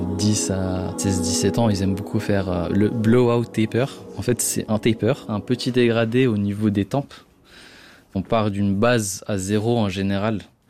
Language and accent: French; Geneva, Switzerland; j'ai 23 ans, je suis de Genève